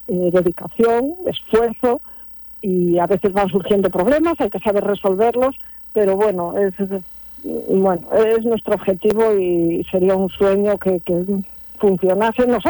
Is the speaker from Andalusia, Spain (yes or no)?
no; Cangas de Narcea, Asturias, Spain; Yo recordaba de cuando era pequeña aquí en Cangas de Narcea, en mi pueblo, que estaban las laderas de las montañas totalmente cubiertas de viñedo.